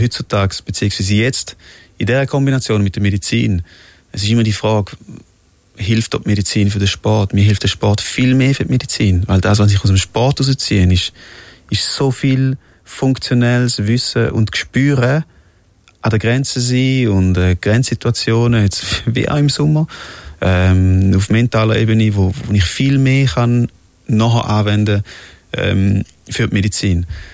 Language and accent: German; Switzerland; Aber ich bin Schweizer, ich bin mega stolz und für mich ist es mega schön gewesen, da aufzuwachsen, und ich will auch da bleiben.